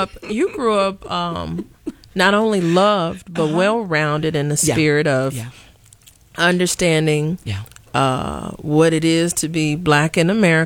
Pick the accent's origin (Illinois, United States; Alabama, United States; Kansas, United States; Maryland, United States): Illinois, United States; Chicago; growing up Chicago.